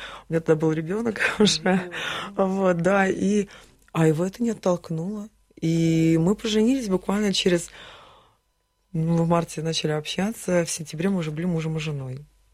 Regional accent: Moscow, Russia; Я мечтала из центра Москвы, где я родилась, мы в 7 поколениях москвичи, коренные, я мечтала уехать на землю.

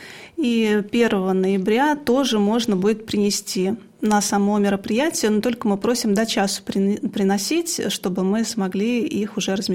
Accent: Oryol, Oryol Oblast, Russia; у нас в Орле такого не было

